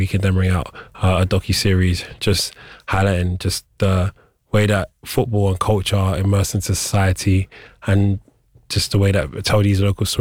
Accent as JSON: {"language": "English", "region": "London", "country": "United Kingdom", "said": "and then I'm this guy from London with a camera."}